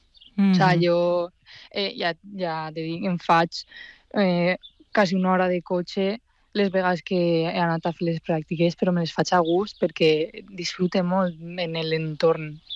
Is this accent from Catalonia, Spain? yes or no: no; Valencian Community, Spain; jo que sóc de l'Horta Sud, tinc l'Albufera el més proper, sempre m'he criat ahí.